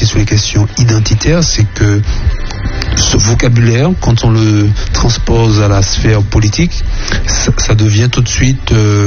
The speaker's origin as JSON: {"language": "French", "country": "Martinique", "said": "En Martinique, on a un peu cette difficulté identitaire, dans le sens de savoir qui nous sommes. Nous sommes français, martiniquais, afro-caribéens, afro-descendants"}